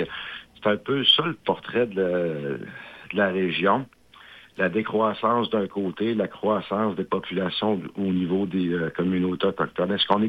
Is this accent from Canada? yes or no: yes; Sept-Îles, Quebec, Canada; also born or lived in Chicoutimi; après mon cégep ici à Sept-Îles, je suis parti à l'Université du Québec à Chicoutimi en 1989 pour obtenir un baccalauréat en géographie et aménagement.